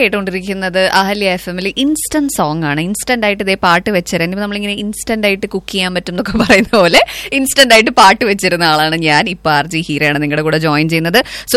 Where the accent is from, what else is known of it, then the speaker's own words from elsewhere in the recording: Thrissur, Kerala, India; എന്റെ നാട് തൃശ്ശൂരാണ് കേട്ടോ.